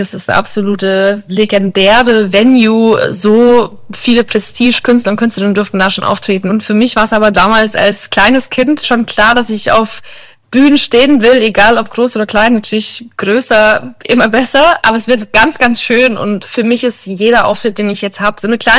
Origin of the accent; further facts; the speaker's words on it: Bavaria, Germany; definitiv Bayern, mein Heimatort, wo ich aufgewachsen bin, das Haus meiner Eltern